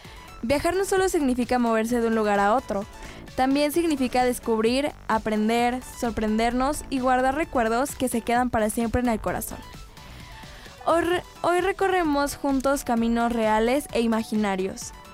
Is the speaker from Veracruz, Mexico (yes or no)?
yes; Veracruz, Mexico; sí soy de México, pero soy de Veracruz, de otro lugar de México, no soy de aquí de Cancún.